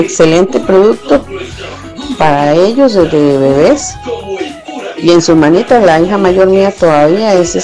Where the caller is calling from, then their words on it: San José, Costa Rica; Le hablo aquí de Zapote